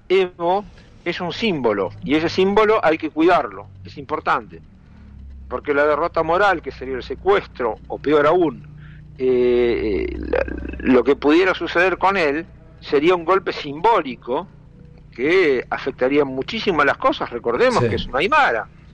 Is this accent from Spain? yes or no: no; Buenos Aires Province, Argentina; digo como bonaerense